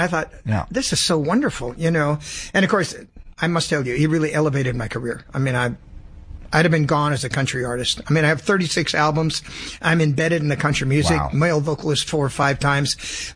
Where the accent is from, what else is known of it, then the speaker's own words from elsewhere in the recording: Sacramento, California, United States; also born or lived in Los Angeles; I'm from California, born in Los Angeles, raised in Sacramento.